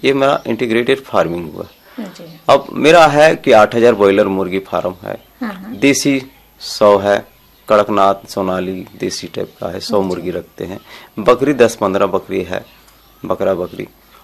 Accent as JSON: {"language": "Hindi", "area": "Hazaribagh district", "region": "Jharkhand", "country": "India", "said": "ग्राम अमनारी सदर ब्लॉक हजारीबाग जिला से निवासी हूँ।"}